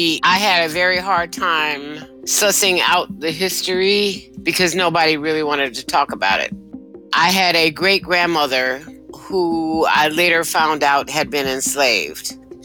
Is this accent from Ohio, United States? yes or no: no; Chicago, Illinois, United States; I'm a kid growing up in Chicago, right? I didn't know where my family came from.